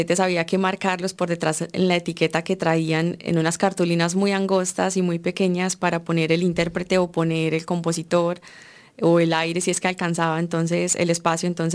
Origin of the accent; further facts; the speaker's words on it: Colombia; Bueno, yo soy cantautora colombiana, ingeniera electrónica también. Me aproximo a la música desde muy niña de la mano de mi padre.